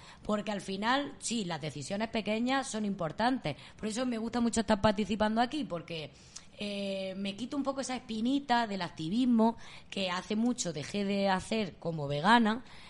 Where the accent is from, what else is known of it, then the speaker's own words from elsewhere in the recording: Linares, Andalusia, Spain; moved away; la última vez que estuve en mi pueblo, que yo soy de Linares